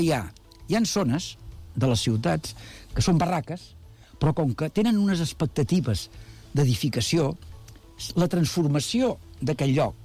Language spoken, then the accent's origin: Catalan; Badalona, Catalonia, Spain; però com a badaloní i la gent de Canyet no podrà regar els horts